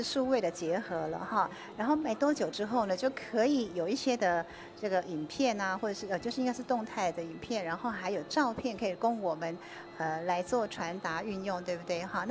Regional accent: Taitung County, Taiwan; 我们台东

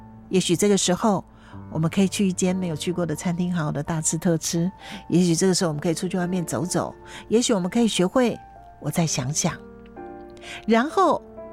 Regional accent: Hualien County, Taiwan; 对我们整体花莲人来说

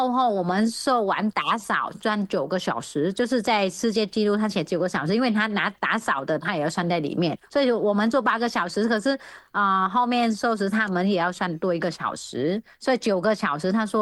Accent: Vietnam; now in Taiwan; 身为是一个越南人，那去到别的国家，然后又被邀请回越南当评审，然后带团队回越南，然后又有台湾这边看中，邀请我当一个指导老师。

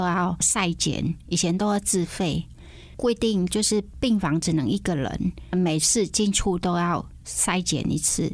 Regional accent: Cambodia; Chinese is a second language; moved away as an adult; now in Taiwan; 我来自柬埔寨，我来台湾22年了。来台湾之后呢，就慢慢的学习中文，

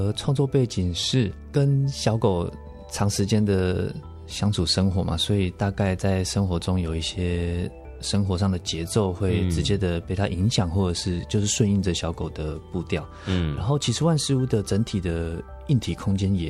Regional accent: Hualien, Hualien County, Taiwan; 我是花莲人，然后但我的阿公阿嬷是在高雄

